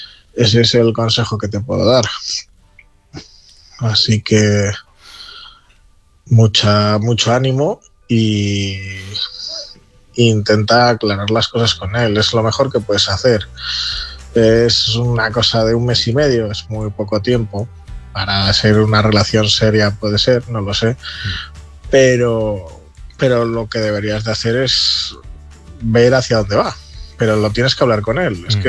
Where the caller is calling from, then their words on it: Palencia, Castile and León, Spain; somos Alde de Palencia